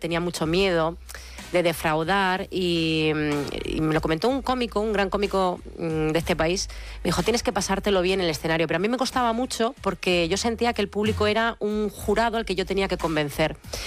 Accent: Bilbao, Basque Country, Spain; pero yo soy de Bilbao, no podía reculear, ¿sabes?

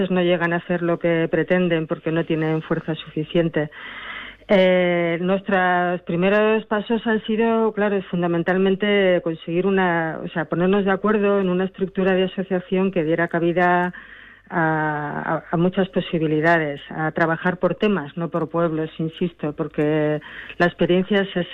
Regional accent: Alcarria, Spain; muchas personas de pueblos pequeñitos, de una parte de la Alcarria, que estamos preocupadas

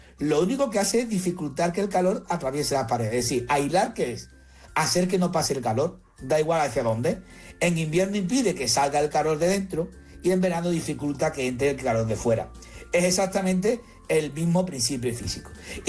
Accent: Seville, Andalusia, Spain; Yo que soy de Sevilla, yo no he vivido esa juventud y esa infancia.

